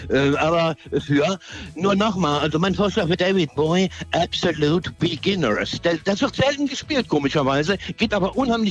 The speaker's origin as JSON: {"language": "German", "region": "Rhineland", "country": "Germany", "said": "ich bin Rheinländer, seh's mir nach."}